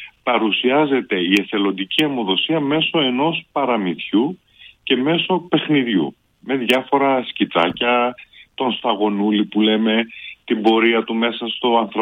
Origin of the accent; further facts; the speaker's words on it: Kilkis, Central Macedonia, Greece; λέγοντας ότι είμαι από το Κιλκής, μια όμορη πόλη της Θεσσαλονίκης